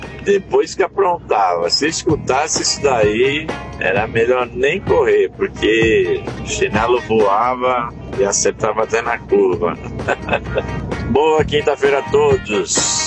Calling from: Santos, São Paulo, Brazil; eu sou de Santos.

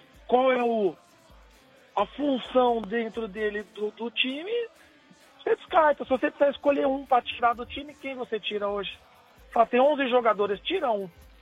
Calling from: São Paulo, Brazil; Eu tô falando de São Paulo, capital, aqui do centro, Sumbra.

